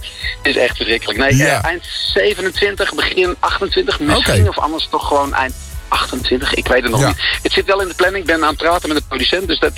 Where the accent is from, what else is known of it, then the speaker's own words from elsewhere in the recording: Utrecht, Netherlands; Ik ben gewoon geen oorspronkelijk Amsterdammer. Ik kom zelfs uit Utrecht. Maar goed, ik ligt net in de provincie Utrecht.